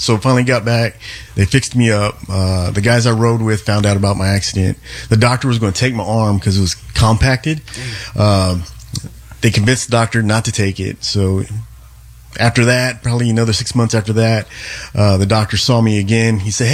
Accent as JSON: {"language": "English", "town": "Fort Worth", "region": "Texas", "country": "United States", "said": "I'm being from South Fort Worth and Crowley."}